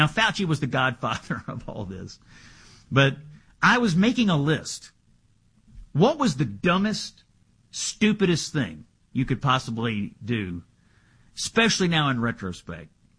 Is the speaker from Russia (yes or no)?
no; Kentucky, United States; Rand Paul, my home state senator, from Kentucky, by the way